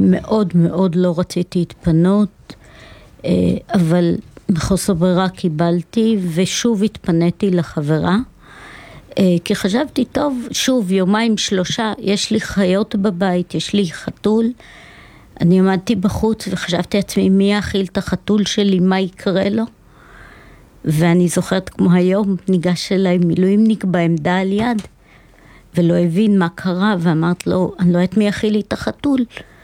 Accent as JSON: {"language": "Hebrew", "region": "Northern District", "country": "Israel", "said": "גלילים, כולנו גלילים"}